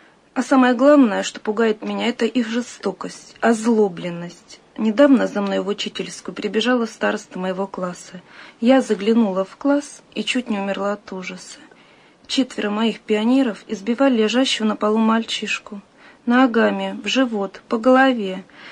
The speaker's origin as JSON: {"language": "Russian", "region": "Moscow Oblast", "country": "Russia", "tie": "born or raised there", "said": "Я родом из Подмосковья. Родители мои русские люди. Росла я в семье неверующих."}